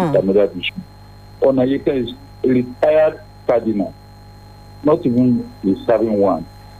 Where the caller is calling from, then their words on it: Namibia; Have a delicious day, and I'm calling from Namibia.